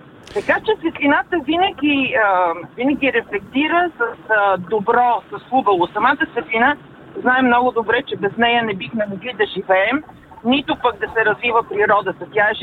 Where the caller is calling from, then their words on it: Sofia, Sofia City, Bulgaria; съм от София.